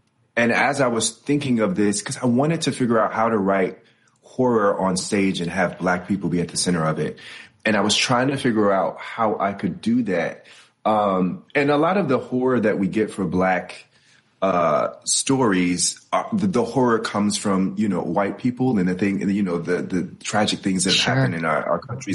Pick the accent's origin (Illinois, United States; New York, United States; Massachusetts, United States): Illinois, United States; Chicago; you know, I'm from Chicago, so I had to make sure that the production was right for the hometown crew.